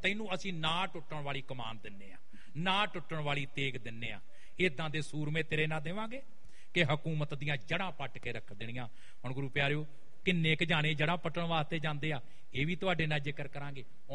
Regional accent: Biharipur, Punjab, India; ਦਾਸ ਦਾ ਆਪਣਾ ਨਗਰ ਦੁਆਬੇ ਦੇ ਵਿੱਚ ਹੈ ਜ਼ਿਲ੍ਹਾ ਕਪੂਰਥਲਾ … ਮੇਰਾ ਪਿੰਡ ਬਿਹਾਰੀਪੁਰ ਹੈ ਜੀ ਕਪੂਰਥਲੇ ਲਾਗੇ

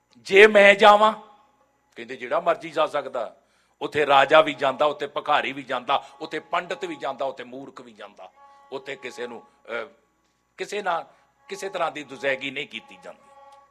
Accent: Punjab, India; ਵੈਸੇ ਮੇਰਾ ਪਿੰਡ ਤੋਂ ਉੱਥੋਂ 5-7-10 ਕਿਲੋਮੀਟਰ ਹੈ, ਮੈਂ ਉੱਥੇ ਬਾਰੇ ਬਹੁਤ ਕੁਝ ਜਾਣਦਾ।

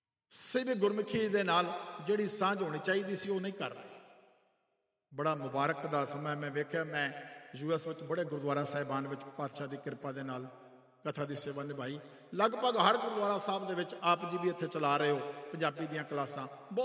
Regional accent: Punjab, India

